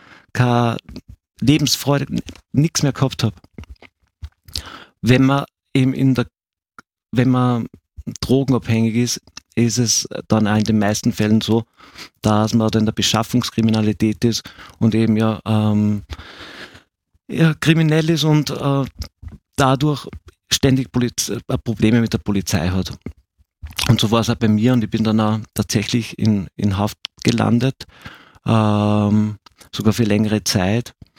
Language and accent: German; Gmunden, Upper Austria, Austria; ich bin in Gmunden aufgewachsen, geboren und aufgewachsen, und ich habe eine wunderschöne Kindheit gehabt. Ich war Ministrant von 6 bis 14